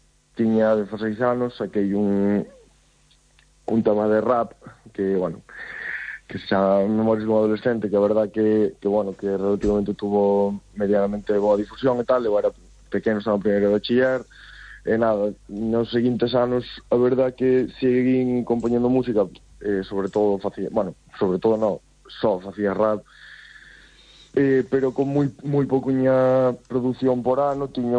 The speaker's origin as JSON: {"language": "Galician", "region": "Galicia", "country": "Spain", "first_language": "Galician", "said": "simplemente son galego, falo galego, a miña lingua é o galego"}